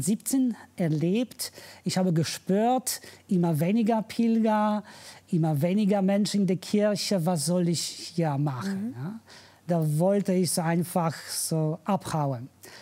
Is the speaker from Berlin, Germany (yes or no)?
no; Rhineland-Palatinate, Germany; Aber heute bin ich ganz glücklich, dass ich hier bin. Das ist meine Heimat. Da fühle ich mich ja wohl und gesegnet und ich habe so viele Freunde.